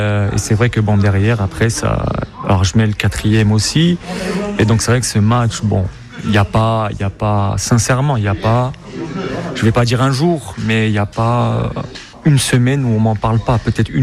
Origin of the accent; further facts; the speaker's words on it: Lyon, Auvergne-Rhône-Alpes, France; born there; now in Bastia, France; je suis né à Lyon, Lyon 3, de père corse et de mère italienne. J'ai toujours grandi dans la culture corse parce que ça parlait pas beaucoup français à la maison, donc on n'avait pas trop le choix si on voulait communiquer. Et après je suis rentré à Bastia très tôt